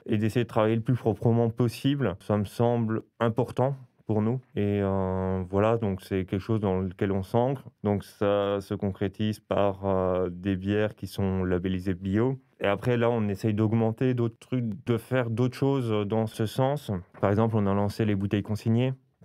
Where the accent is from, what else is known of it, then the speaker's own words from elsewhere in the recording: Belfort, Bourgogne-Franche-Comté, France; now in Strasbourg, France; je viens de Belfort. Du coup, l'Alsace n'est pas très loin de Belfort. Je me suis installé à Strasbourg un peu comme ça, j'ai posé mes valises. Et j'ai posé mes valises dans le quartier du Neudorf.